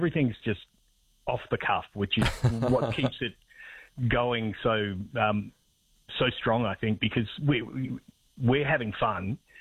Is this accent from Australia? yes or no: yes; South Australia, Australia; But the irony of it is that I grew up in South Australia